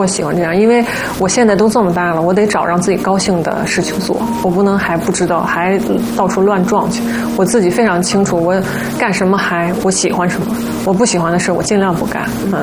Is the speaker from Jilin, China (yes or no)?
no; Shandong, China; 因为我们俩都是山东的